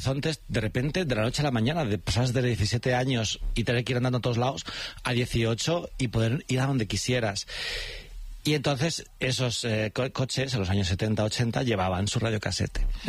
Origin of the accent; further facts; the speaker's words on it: Alcorcón, Community of Madrid, Spain; Cuando me decían, ¿tú de dónde eres? Yo decía, Alcorcón. La gente era como... ¿Sabes? En plan, como que les parecía gracioso ser de Alcorcón. Y yo, ¿qué pasa? En plan, para mí ser de Alcorcón era normal.